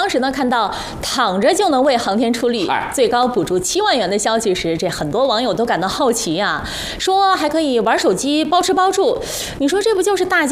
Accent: Liaoning, China; 要说咱们东北人，他就是这么豪爽

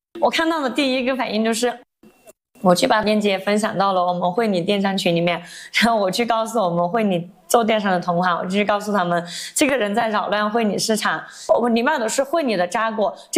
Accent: Sichuan, China; Hello， 大家好，

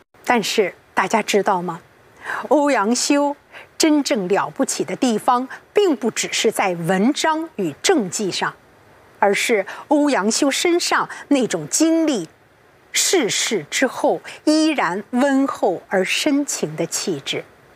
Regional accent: China; 更塑造了我们中国人对爱情、对时间、对人生的独特理解。

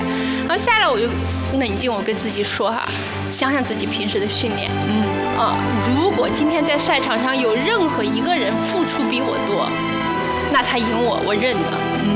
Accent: China; 我们中国人

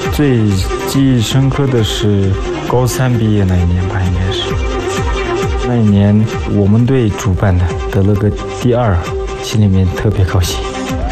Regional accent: Golmud, Qinghai, China; 我是97年的，我是来自海西州格尔木市乌图美人乡。现在是一个返乡的一个大学生。

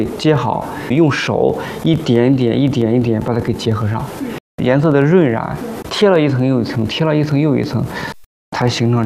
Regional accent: Shandong, China; 所以咬着牙咬着这股劲儿，就是我们山东人就有这股气。

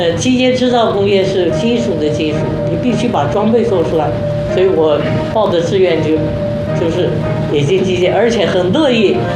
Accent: China; also born or lived in Guangxi / Chongqing / Beijing; 我们中国人一点不比外国人差，

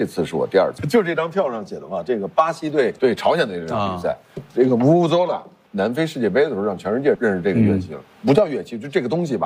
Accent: China; 我们中国人

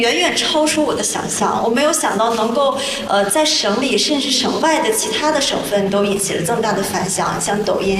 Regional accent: Northeast China, China; 然后觉得咱们东北人有他特有的一个幽默

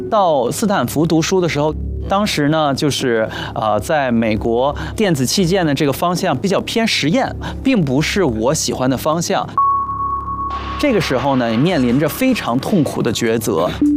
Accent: Beijing, China; 我自己呢是出生在海淀啊，长在海淀。

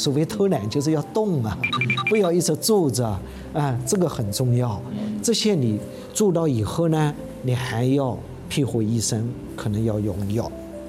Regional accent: Shanghai, China; 我们中国人、上海人

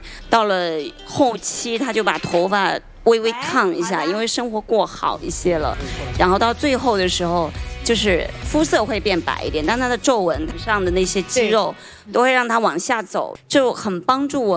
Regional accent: southern China, China; 我又是南方人

